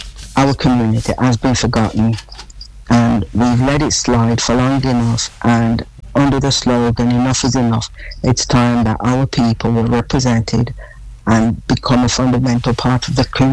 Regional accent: Birmingham, West Midlands, United Kingdom; also born or lived in Newtown, Birmingham; I was born in England. I was raised in Erdington, but I've lived in Newtown for over 35 years.

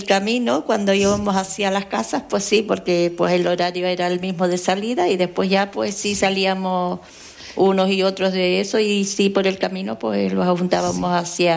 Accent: Valverde, Canary Islands, Spain; moved away as an adult; now in Tenerife, Spain; Yo soy de Los Jarales, aunque es municipio de Valverde.

